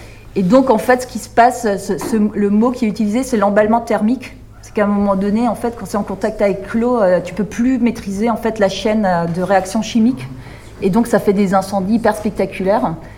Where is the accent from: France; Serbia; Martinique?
Serbia; Ça, c'est chez nous, en Serbie.